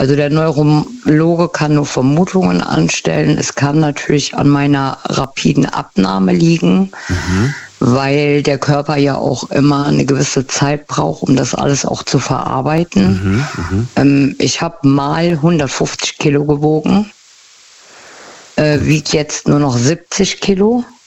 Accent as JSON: {"language": "German", "region": "Rhineland-Palatinate", "country": "Germany", "said": "Aus dem Westerwald."}